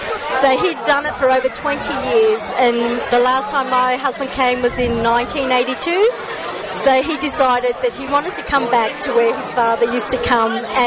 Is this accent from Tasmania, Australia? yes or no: no; Wollongong, New South Wales, Australia; Wollongong.